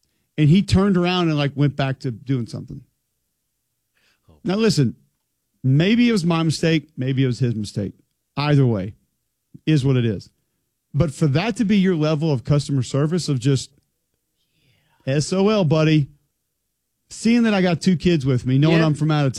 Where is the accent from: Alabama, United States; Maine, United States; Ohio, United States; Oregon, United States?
Alabama, United States; And specifically with my two children with me, we're in town from Alabama.